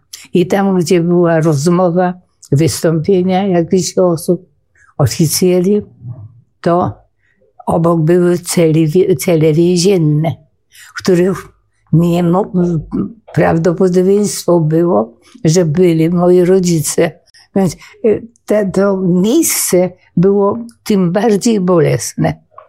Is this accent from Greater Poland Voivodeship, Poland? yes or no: no; Warsaw, Masovian Voivodeship, Poland; ja w ogóle mieszkałam, wychowywałam się w Cytadeli od urodzenia, z uwagi na to, że ojciec wojskowy.